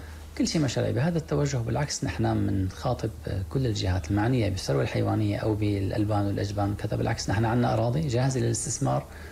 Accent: Syria; الثروة المائية اللي هي أغلى ما نملك نحن كسوريين بعد روحنا

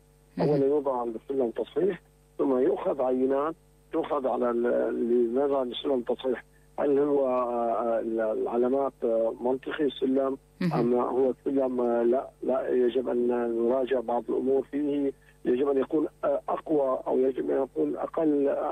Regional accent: Syria; بلدنا سوريا

